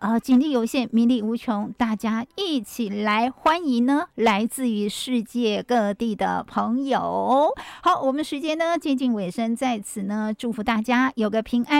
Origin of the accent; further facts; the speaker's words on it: Hualien County, Taiwan; 也确实呢是我们花莲人哦展现我们的热情，同时呢也表现我们的有礼貌的最好的机会了。